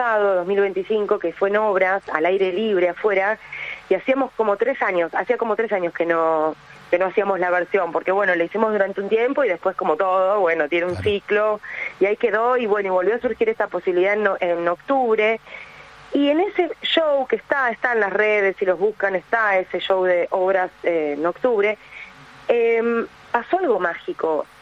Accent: Buenos Aires, Argentina; yo soy porteña, así que, bueno, nada, me gusta todo lo que es el rock.

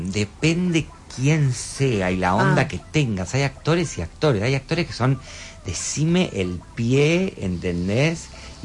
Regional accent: Buenos Aires, Argentina; born there; ¿De dónde nací? Sí. Acá, en Capital. ¿En Caballito.

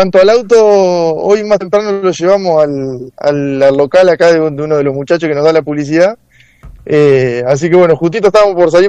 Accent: Concepción, Argentina; somos dos acá de Concepción.

